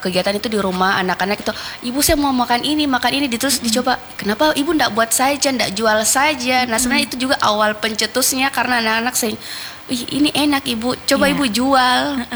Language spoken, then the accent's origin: Indonesian; Sulawesi, Indonesia; Jadi sebenarnya saya bilang, sebenarnya saya orang Sulawesi asli. Sebenarnya orang Sulawesi saya. Bapak Bugis, Mama Makassar.